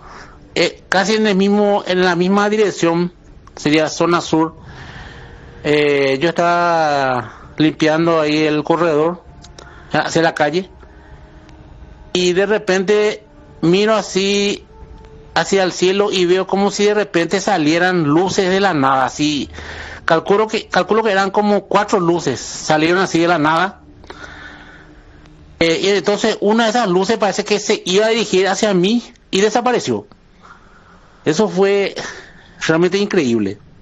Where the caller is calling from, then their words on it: Guarambaré, Central, Paraguay; de Guarambaré.